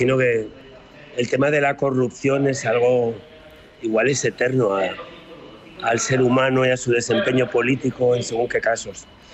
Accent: Spain; como cualquier español de mi generación, España siempre perdía.

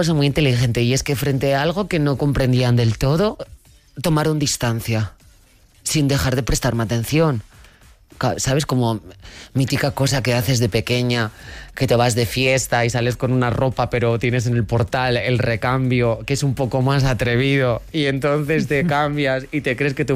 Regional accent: León, Castile and León, Spain; born there; Nací en León capital. Me cumplí el año en Mallorca.

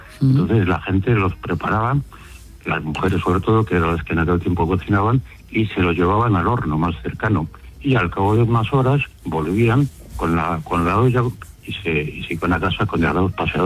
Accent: Valencian Community, Spain; Porque yo soy valenciano también.

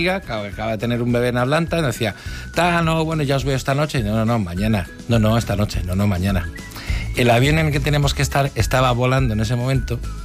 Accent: Spain; No, no, somos españoles. ¿Y queréis pasar de Estados Unidos a Canadá con una licencia de conducir de Texas, siendo españoles?

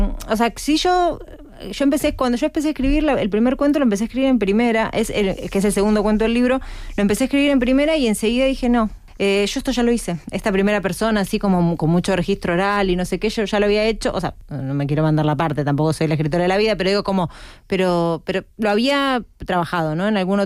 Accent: Madrid, Community of Madrid, Spain

